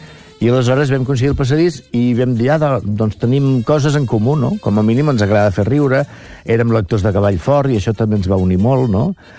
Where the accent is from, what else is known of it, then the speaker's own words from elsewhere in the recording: Tarragona, Catalonia, Spain; also born or lived in Barcelona; Una mica sí, perquè no ho dic mai que sóc de Barcelona, dic que sóc de Tarragona. Però no, jo sóc de Sant Gervasi, justament.